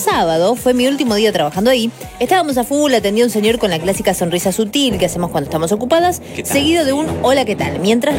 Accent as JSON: {"language": "Spanish", "country": "Argentina", "said": "lo argentino, que soy yo."}